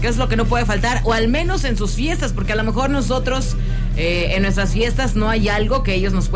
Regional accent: Mexico; Porque así somos los mexicanos

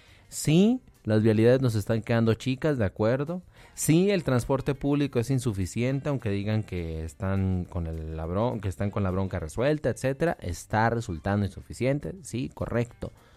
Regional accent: Mexico

